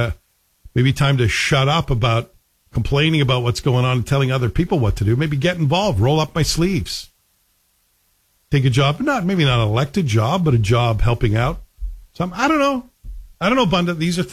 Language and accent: English; Toronto, Ontario, Canada; also born or lived in Glasgow, United Kingdom; And I do kind of miss my hometown a bit, which I consider to be Toronto. It's where I spent my most formative years. Certainly not moving back to Glasgow.